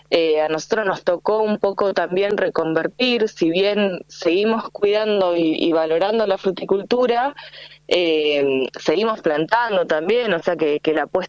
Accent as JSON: {"language": "Spanish", "town": "Río Colorado", "region": "Río Negro", "country": "Argentina", "also_born_or_lived": "General Roca", "said": "nosotros somos de Río Colorado, estamos ubicados en Colonia Juliá y Echarren, tenemos una chacra de 7 hectáreas, en la cual se practicaba fruticultura por mis abuelos."}